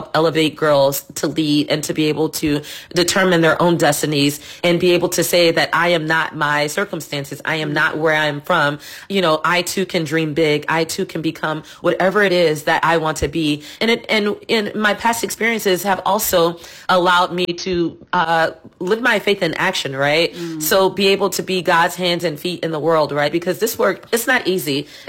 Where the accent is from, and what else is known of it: New Orleans, Louisiana, United States; born or raised there